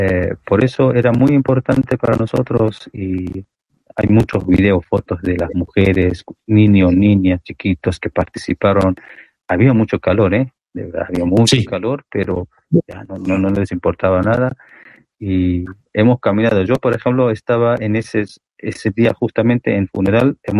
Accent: Iran; cualquier país que van, más que nada los países que sufrieron mucho de imperialismo, decimos que somos de Irán, son: wow, Irán, aplauden, nos abrazan y dicen, sí, los iraníes.

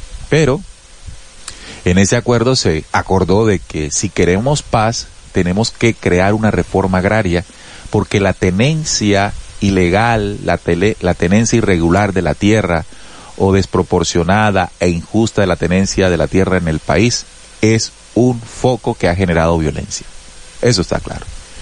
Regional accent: Colombia; Yo pienso como colombiano

